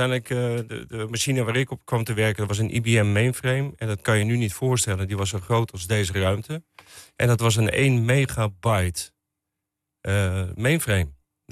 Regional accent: Bloemendaal, North Holland, Netherlands; born there; also born or lived in Hillegom / Badhoevedorp / Zandvoort; Ik ben geboren in Bloemendaal, maar mijn ouders die waren vrij onrustig. Dus van Bloemendaal zijn we naar Hillegom gegaan. Van Hillegom zijn we naar Bad Verdorp gegaan.

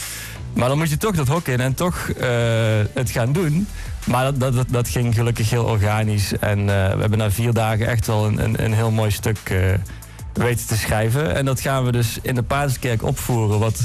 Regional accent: North Brabant, Netherlands; Als de Heuze, waar ik vandaan kom

